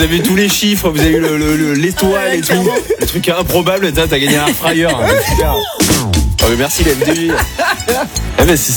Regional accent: Mont-de-Marsan, Nouvelle-Aquitaine, France; Ouais, moi, je suis de Mont-de-Marsan, Aurélie, c'est pour ça que je connais bien.

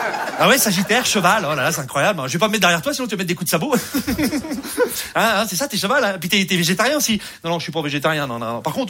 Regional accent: Rouen, Normandy, France; Bon, sachez, voilà, je viens de Rouen, voilà, je vous le dis. Hein, je sais pas si vous connaissez un peu Rouen, c'est la Normandie.

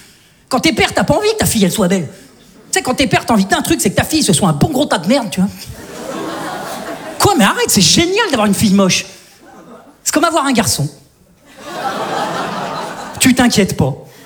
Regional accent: Saint-Étienne, Auvergne-Rhône-Alpes, France

